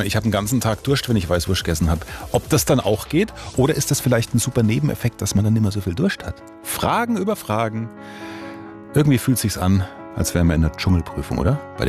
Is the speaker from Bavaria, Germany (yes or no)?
yes; Bavaria, Germany; Sie ist uns Bayern ja schon heilig. Selbst ich als Franke kann das ja mit Stolz sagen.